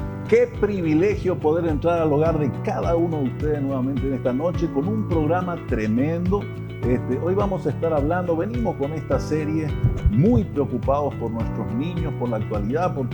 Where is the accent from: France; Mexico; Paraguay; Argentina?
Paraguay